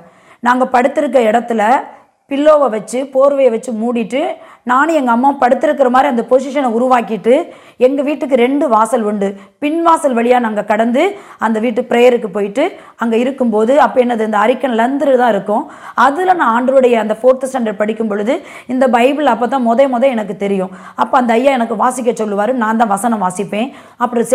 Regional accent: Pudukkottai district, Tamil Nadu, India; என்னுடைய ஊர் புதுக்கோட்டை மாவட்டம் ஆலங்குடி வட்டம் பக்கத்தில் உள்ள கடுக்காக்காடு என்கிற கிராமம்.

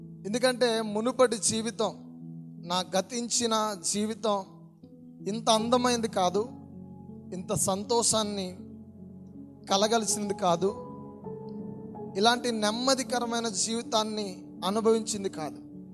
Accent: Bhogapuram, Andhra Pradesh, India; సౌర్విల్లో భోగాపురం మండలం, విజయనగరం జిల్లా మా సొంత గ్రామం. నేను అక్కడనే దేవుడి కృపచేత పరిచర్య చేస్తున్నాను.

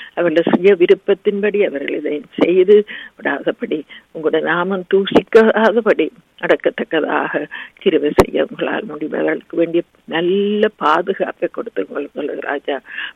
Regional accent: Sri Lanka; moved away; நாங்கள் பிறந்து வளர்ந்த இலங்கை தீவுக்காக

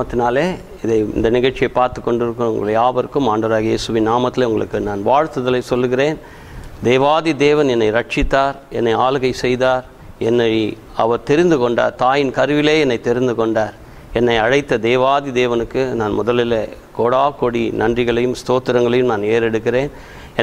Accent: Chennai, Tamil Nadu, India; born or raised there

